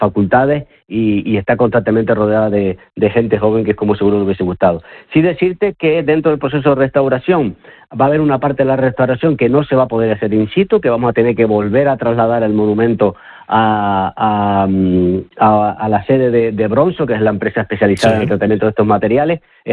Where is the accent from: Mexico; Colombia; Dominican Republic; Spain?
Spain; Canary Islands; yo soy de la zona, yo soy de San Miguel de Eneto